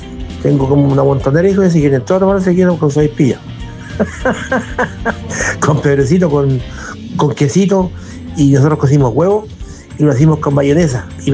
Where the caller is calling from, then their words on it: Chile; estoy cerquita aquí y yo vivo en Santa Sabina.